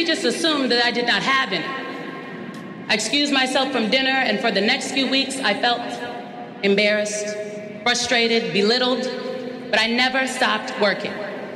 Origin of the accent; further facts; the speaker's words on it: Omaha, Nebraska, United States; You see, I grew up in North Omaha, Nebraska.